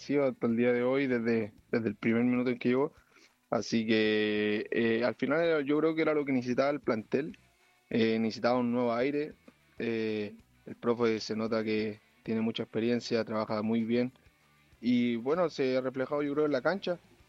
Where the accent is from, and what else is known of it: Santiago, Santiago Metropolitan Region, Chile